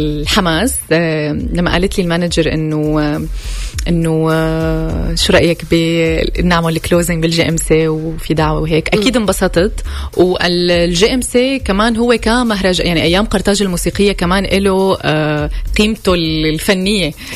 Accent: Syria; أنا سورية

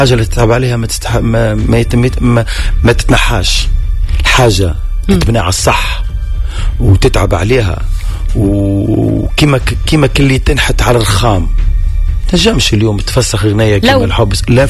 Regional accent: Tunisia; انا كفنان تونسي التونسي الكل تحب تغني

